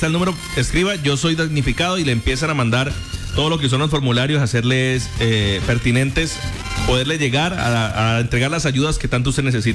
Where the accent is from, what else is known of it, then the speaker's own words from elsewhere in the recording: Cali, Valle del Cauca, Colombia; uno lo siente como caleño